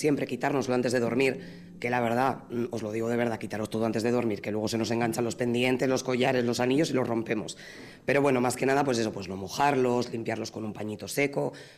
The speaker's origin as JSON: {"language": "Spanish", "town": "Vitoria-Gasteiz", "region": "Basque Country", "country": "Spain", "tie": "born or raised there", "said": "yo nací en La Corre, nací en el 64, y para mí La Corre siempre ha sido muy especial. Sí que es cierto que yo ya, pues a los 11 años, me fui a vivir a otro barrio, pero oye, cuando me tuve que comprar la casa lo tenía claro y volví a La Corre"}